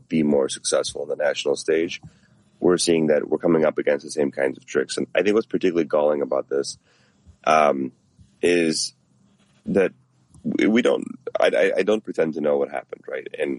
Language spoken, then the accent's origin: English; Chicago, Illinois, United States; I grew up doing politics in the Chicago political machine, or against it, you should say.